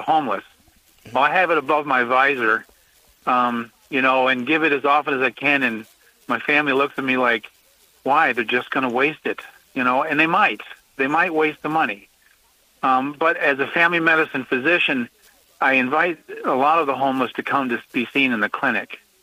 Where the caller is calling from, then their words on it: Florence, South Carolina, United States; I'm calling from Florence, South Carolina